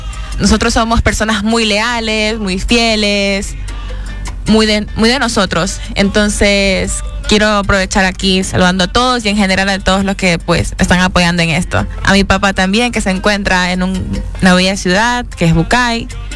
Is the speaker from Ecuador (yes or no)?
yes; Guayaquil, Guayas, Ecuador; now in Spain; en mi bello Pascuales, porque yo soy de Guayaquil, el sector norte de Pascuales.